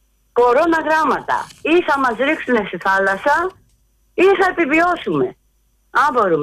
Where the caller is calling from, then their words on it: Peristeri, Attica, Greece; είμαι από το Περιστέρι.